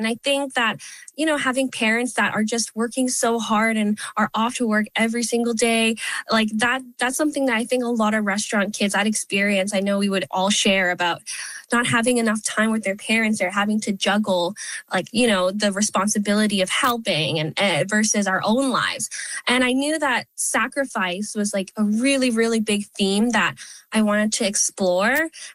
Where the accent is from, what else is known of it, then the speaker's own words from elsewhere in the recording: Halifax, Nova Scotia, Canada; I grew up here in Halifax. My parents own Star Anise Vietnamese noodles, and I spent my entire life in this community